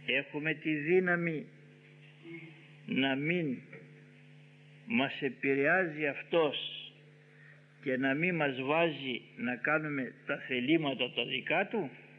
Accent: Ioannina, Epirus, Greece; Εγώ όταν ήμουν μικρό στα Γιάννενα

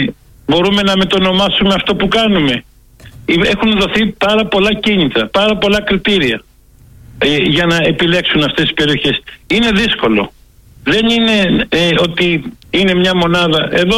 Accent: Athens, Attica, Greece; born there; Έχω γεννηθεί στην Αθήνα κατά λάθος.

